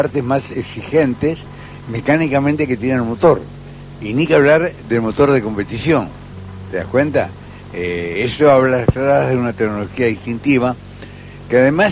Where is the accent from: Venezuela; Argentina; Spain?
Argentina; Yo como argentino le agradezco a Rafino Babasso, que sea lo que es, ¿eh?